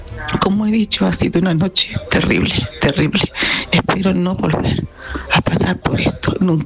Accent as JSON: {"language": "Spanish", "town": "Granada", "region": "Andalusia", "country": "Spain", "said": "Hola, y soy de Granada."}